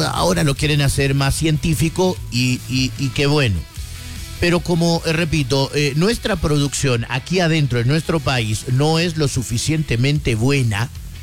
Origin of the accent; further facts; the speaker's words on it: Guatemala; Somos más guatemaltecos, a eso me refiero, establecidos en la Unión Americana.